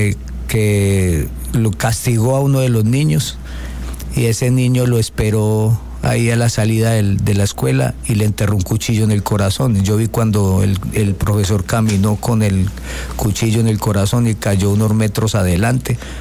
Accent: Medellín, Antioquia, Colombia; Sí, yo soy de Medellín, de la ciudad linda de Medellín. Allí crecí en la Comuna 13, que es una de las comunas más violentas de Colombia.

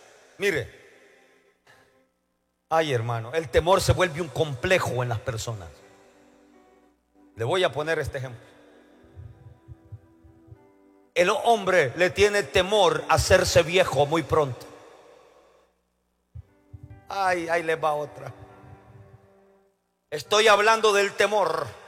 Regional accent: El Salvador; moved away

